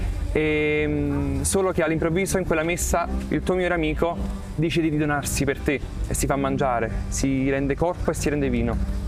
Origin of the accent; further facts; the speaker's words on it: Naples, Campania, Italy; vengo da Napoli